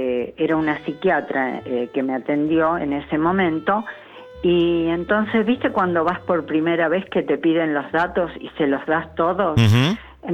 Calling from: Lanús, Buenos Aires Province, Argentina; yo vivo en Lanús

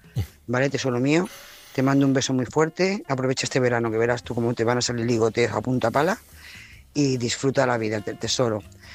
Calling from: Lloret de Mar, Catalonia, Spain; Lloret de Mar.

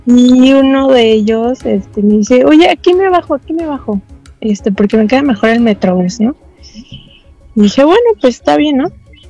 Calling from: Mexico City, Mexico; De aquí, de la CDMX.

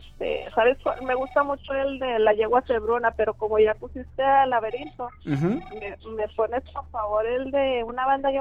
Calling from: Ciudad Juárez, Chihuahua, Mexico; Ciudad Juárez.

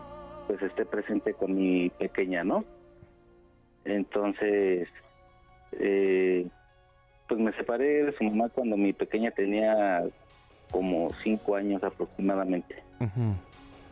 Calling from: Coacalco, State of Mexico, Mexico; Hablo de aquí, de Coacalco, Estado de México

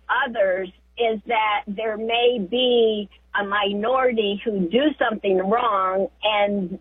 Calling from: Spokane, Washington, United States; And I'm calling from Spokane. I'm visiting.

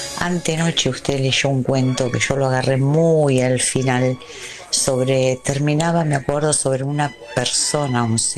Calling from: Tigre, Buenos Aires Province, Argentina; Hola, pues buenas noches. … de Tigre.

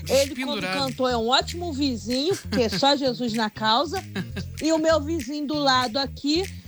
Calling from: Petrópolis, Rio de Janeiro, Brazil; De Petrópolis.

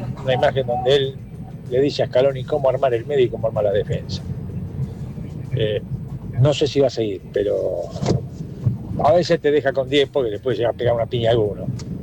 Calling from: Wilde, Buenos Aires Province, Argentina

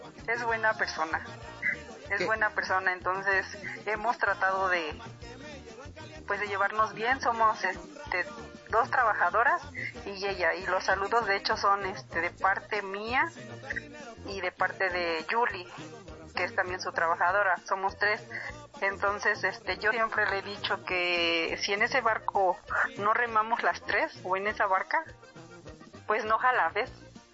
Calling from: Huixquilucan, State of Mexico, Mexico; Estoy aquí en Huixquilucan

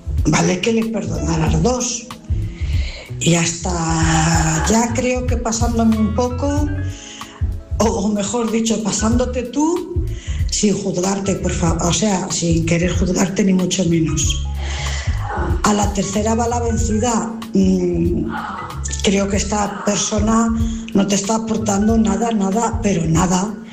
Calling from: Cuenca, Castilla-La Mancha, Spain; corresponsal de Cuenca.

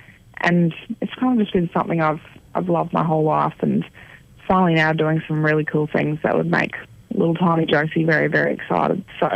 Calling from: Townsville, Queensland, Australia; From Townsville.

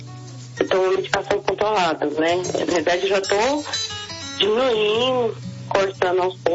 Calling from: Goiânia, Goiás, Brazil

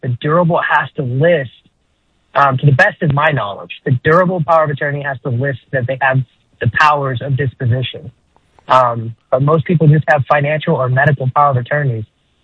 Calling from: Seguin, Texas, United States; So we're based out of Seguin.

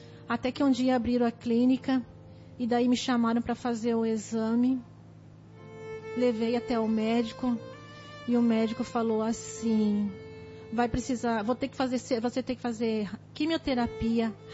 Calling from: Joinville, Santa Catarina, Brazil; eu sou de Joinville, Santa Catarina.

